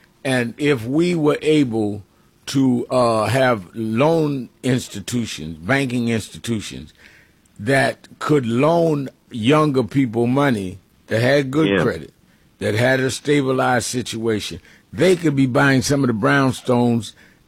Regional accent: New York, United States; When I was growing up in New York, and Harlem and Brooklyn

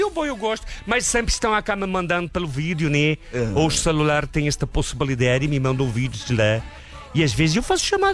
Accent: Portugal; now in Brazil

